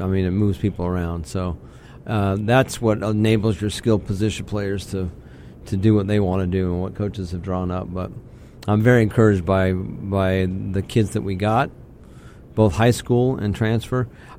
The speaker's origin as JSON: {"language": "English", "town": "Dallas", "region": "Texas", "country": "United States", "tie": "born or raised there", "said": "And look, I grew up in Dallas, Texas, so I love the old Cowboys with Roger Staubach and Tom Landry"}